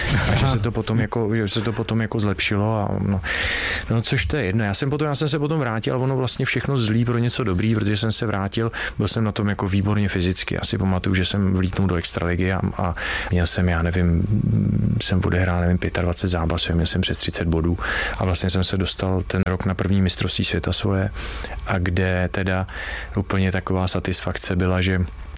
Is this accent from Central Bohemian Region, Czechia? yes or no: yes; Říčany, Central Bohemian Region, Czechia; a já jsem z Říčan